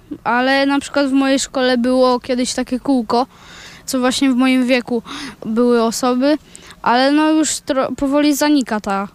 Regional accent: Masovian Voivodeship, Poland; Jesteśmy z Kurpich Zielonych

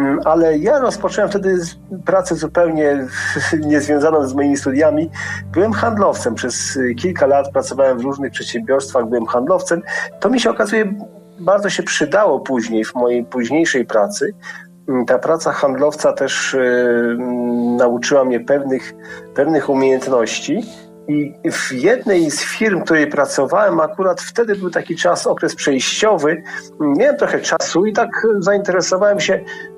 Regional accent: Świętokrzyskie Voivodeship, Poland; moved away; swojej miejscowości rodzinnej, pochodzę ze Świętokrzyskiego.

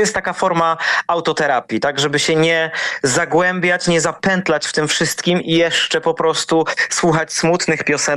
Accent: Tychy, Silesian Voivodeship, Poland; Tychę. Tak, tak, tak. Moje rodzinne miasto.

